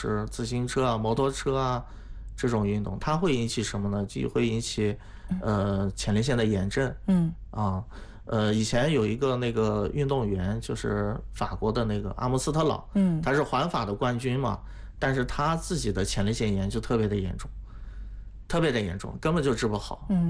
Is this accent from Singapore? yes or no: no; Shandong, China; moved away; 就是我们山东老家那边